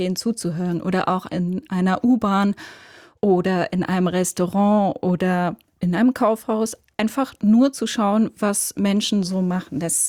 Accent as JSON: {"language": "German", "country": "Switzerland", "accent": "Swiss German", "first_language": "Swiss German", "said": "meine Muttersprache der Dialekt, also das Schweizerdeutsche ist"}